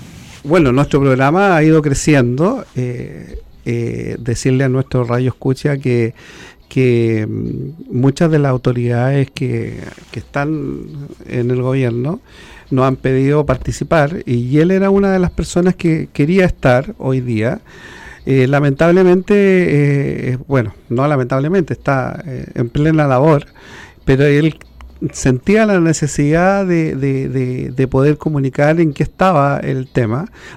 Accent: Santiago, Santiago Metropolitan Region, Chile; moved away; yo lo digo como santiaguino de tomo y lomo

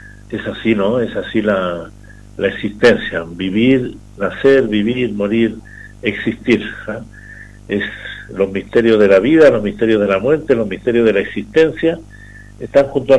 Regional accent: Putre, Arica and Parinacota, Chile; en el pueblo, en mi caso en Putre, por ejemplo, con mi mamita, nací en Avenida Condori Mamani

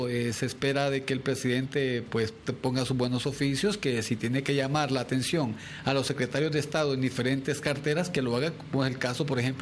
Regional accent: Honduras; Bueno, obviamente todo lo que nosotros como hondureños soñamos siempre es que los servicios de salud sean más activos

